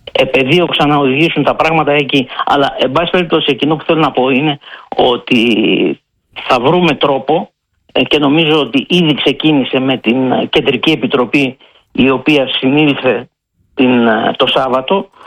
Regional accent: Peloponnese, Greece; στην ιδιαίτερη πατρίδα μου και βέβαια την εκλογική περιφέρεια όπου εκλέγομαι.

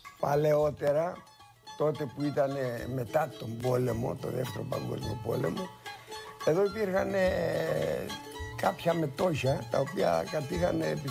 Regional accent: Kavrochori, Greece; Κοιτάξτε, το Καβροχώρι είναι το χωριό μου. Είναι το μέρος που γεννήθηκα, το μέρος που ανεθράφηκα. Από εδώ επαντρεύτηκα, εδώ έκανα το γάμο μου, εδώ έκανα τα παιδιά μου.

